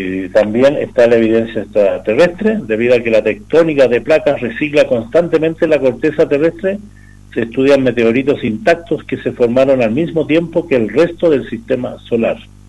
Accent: Arica y Parinacota, Chile; lo que somos como región de Arica Parinacota

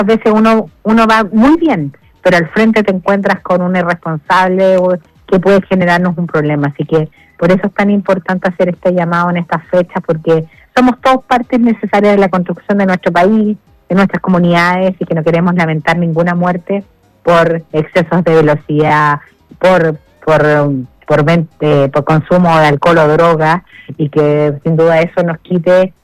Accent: Chile; somos todos uno, somos todos chilenos

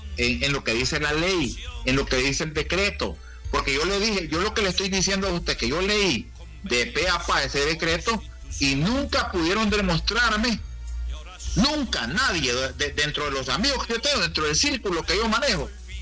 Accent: Honduras; Si soy un hondureño común y corriente, hombre.

